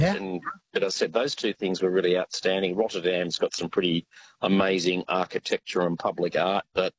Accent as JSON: {"language": "English", "town": "Geelong", "region": "Victoria", "country": "Australia", "tie": "born or raised there", "said": "I'm originally from Geelong and with the Shell Refinery. There's quite a big Dutch community where I grew up"}